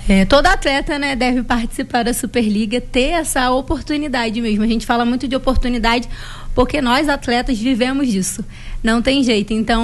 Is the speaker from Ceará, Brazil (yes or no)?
no; Belford Roxo, Rio de Janeiro, Brazil; moved away; eu tenho 27 anos, eu sou do Rio de Janeiro, de Belfor Roxo